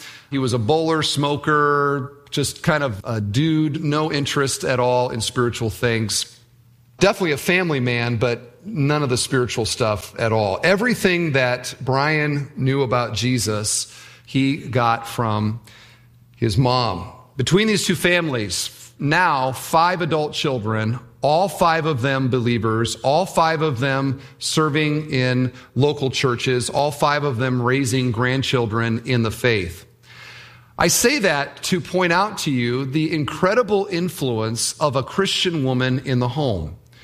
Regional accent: Cedar Falls, Iowa, United States; I grew up in Iowa. I grew up in Cedar Falls, Iowa, not a big city by any means. Grew up just outside of town.

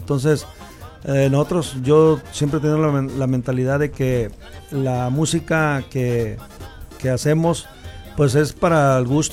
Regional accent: Las Varas, Nayarit, Mexico; aquí estamos, orgullosamente también nayaritas de Las Varas, Nayarit

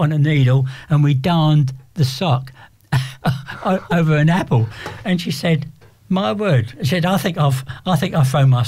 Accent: England, United Kingdom; I'm English, as you know

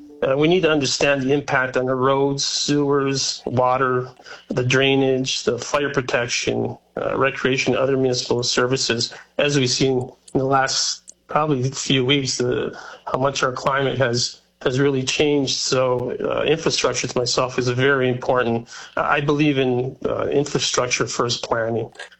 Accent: Welland, Ontario, Canada; I was born and raised in Welland. This is my home.

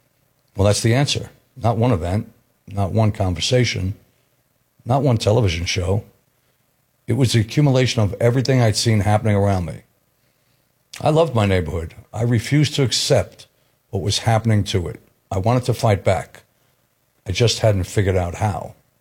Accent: New York City, New York, United States; an Irish kid growing up in the Bronx. I was born at St. Vincent's Hospital and raised by my parents

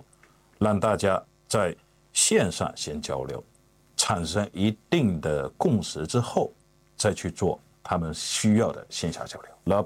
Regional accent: Fujian, China; now in Sydney, Australia; 身为一个福建人的优势吧

